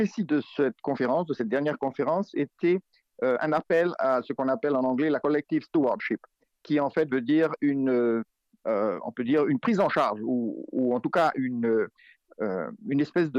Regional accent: France; now in India; En fait, je suis français, mais j'ai vécu dans de nombreux pays et surtout en Inde. Je suis basé en Inde depuis plus de 20 ans.

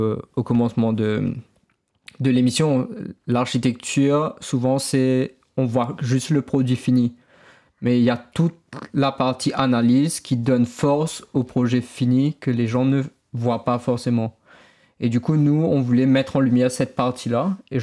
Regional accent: Mauritius; C'est quand on est hors de Maurice qu'on est le plus Mauricien. Et du coup, là, après 1 an, 2 ans, 3 ans, je me dis, ah, j'ai quand même envie de travailler un peu à Maurice

